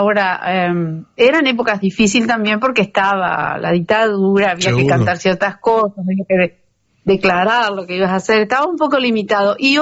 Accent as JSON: {"language": "Spanish", "town": "Sarandí Grande", "region": "Florida", "country": "Uruguay", "tie": "born or raised there", "said": "pues yo crecí en el campo, cerca de Sarandí, pero crecí en el campo"}